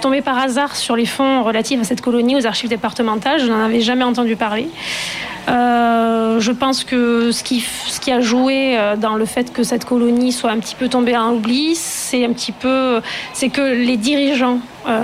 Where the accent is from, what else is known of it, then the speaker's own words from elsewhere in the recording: Occitanie, France; Donc, moi, je suis du Gard